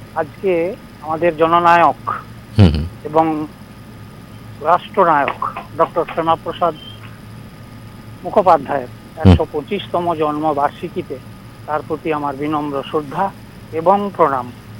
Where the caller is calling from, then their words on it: Dubrajpur, West Bengal, India; হ্যাঁ, আমি পশ্চিমবঙ্গের বীরভূম জেলার দুবরাজপুর থেকে … কথা বলছি দাদা ভাই।